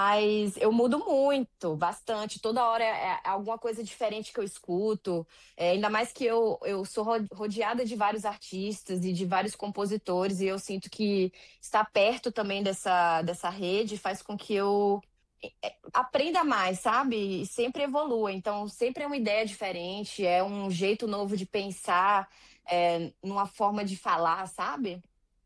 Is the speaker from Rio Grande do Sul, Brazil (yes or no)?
no; Salvador, Bahia, Brazil; moved away as an adult; now in Curitiba, Brazil; quando eu estava morando em Salvador, eu morava com minha família, morava com os meus pais, e quando eu fui para Curitiba